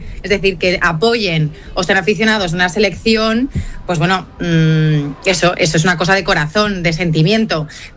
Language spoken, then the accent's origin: Spanish; Seville, Andalusia, Spain; born there; defino como hispana-marroquí. Y yo nací en Sevilla, aquí en España.